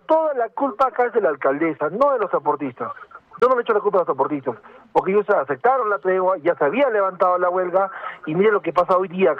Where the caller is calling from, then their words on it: Miguel Grau, Arequipa, Peru; yo vivo en Miguel Grau.